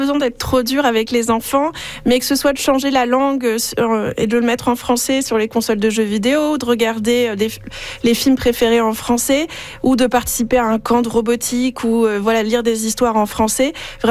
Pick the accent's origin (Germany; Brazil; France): France; je vais suivre ça de près en tant que Française d'origine.